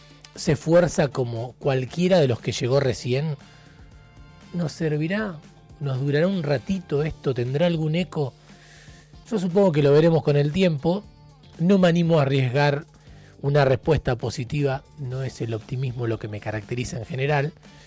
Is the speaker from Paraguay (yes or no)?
no; Argentina; a nosotros como argentinos